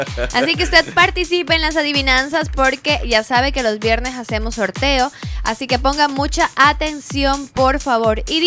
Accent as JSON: {"language": "Spanish", "country": "Ecuador", "said": "en Ecuador le decimos raposa"}